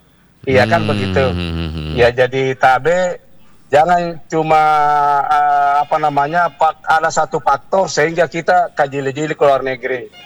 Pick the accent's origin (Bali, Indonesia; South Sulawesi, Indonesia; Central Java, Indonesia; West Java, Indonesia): South Sulawesi, Indonesia; Contohnya kita punya pendahulu orang Sulsel ya. Itu Syekh Yusuf. Iya. Itu yeah Syekh Yusuf itu kita orang Bugis Makassar